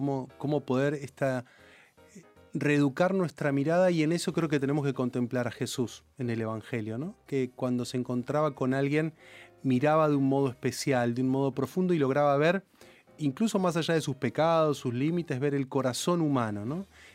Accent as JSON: {"language": "Spanish", "country": "Argentina"}